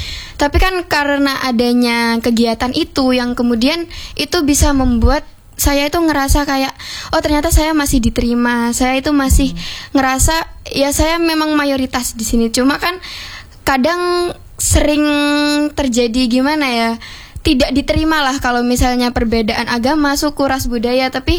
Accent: Bondowoso, East Java, Indonesia; also born or lived in Jember; Lahir di Jember, tapi 15 tahun di Bondowoso.

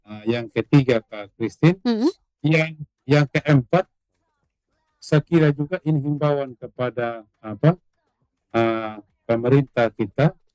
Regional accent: Sumba, East Nusa Tenggara, Indonesia; kalau kami di Sumba

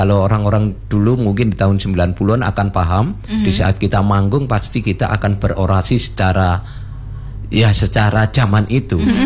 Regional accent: Malang, East Java, Indonesia; Saya hidup, saya lahir, hidup, saya mendapat rezeki banyak juga itu di kota saya.

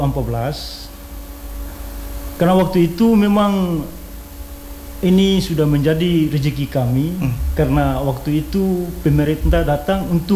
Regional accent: Indonesia

